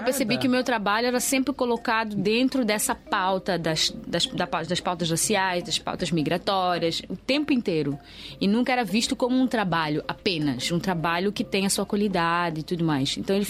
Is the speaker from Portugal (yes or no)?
no; Mozambique; moved away as an adult; now in Brazil; mesmo sendo moçambicana, tem muita coisa sobre a minha cultura que eu não sei.